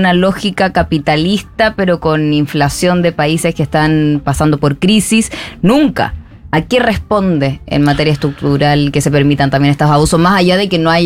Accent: Chile; accent: Chilean tonada; moved away; mi tonada me delata, yo soy chilena

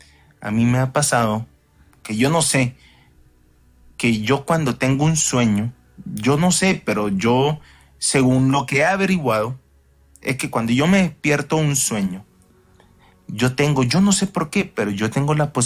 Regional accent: Barranquilla, Atlántico, Colombia; moved away; yo ahora mismo no vivo en Barranquilla

